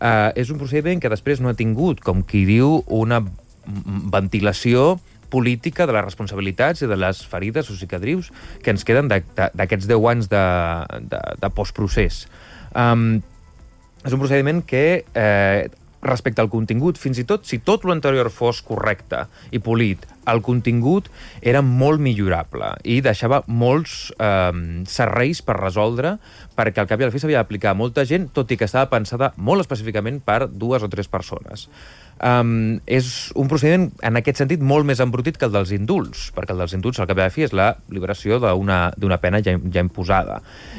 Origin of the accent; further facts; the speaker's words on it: Catalonia, Spain; això és d'agrair com a català